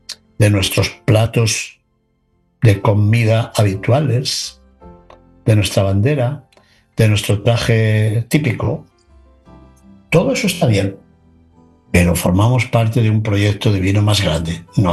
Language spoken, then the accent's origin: Spanish; Spain; Sí, yo soy español, y es verdad, pero soy y formo parte de un proyecto divino más grande.